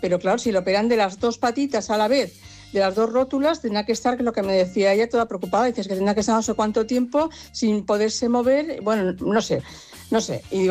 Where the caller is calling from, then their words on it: Cornellà, Catalonia, Spain; aquí de Cornellá.